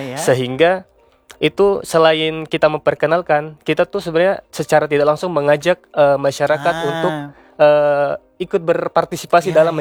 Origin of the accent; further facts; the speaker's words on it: South Sulawesi, Indonesia; Sebelumnya perkenalkan … Saya berasal dari Sulawesi Selatan.